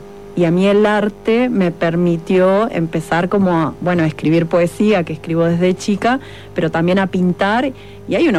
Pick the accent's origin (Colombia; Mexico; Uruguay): Uruguay; Montevideo; yo que vengo de Montevideo